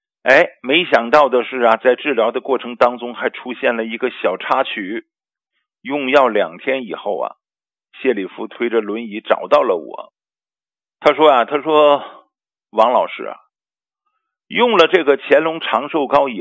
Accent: China; 因为啊知道我们是中国人，是打中国来的

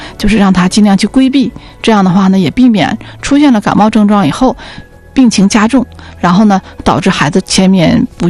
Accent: China; 我们中国人有个习俗，就是满月酒啊

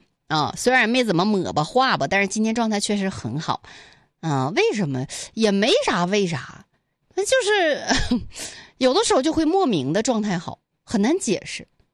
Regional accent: China; 而且我觉得在这个过程当中啊，我们再次有一种作为中国人的荣耀。

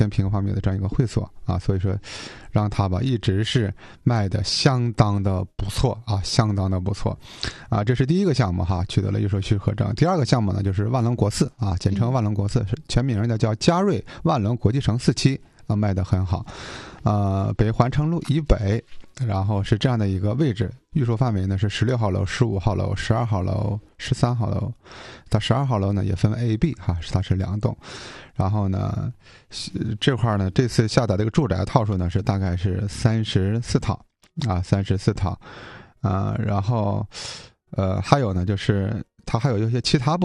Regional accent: Changchun, Jilin, China

